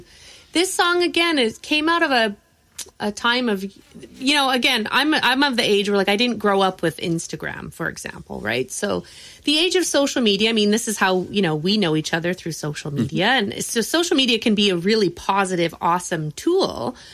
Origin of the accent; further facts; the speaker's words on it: Calgary, Alberta, Canada; moved away as an adult; now in Toronto, Canada; I grew up in Calgary, you know, up until my 20s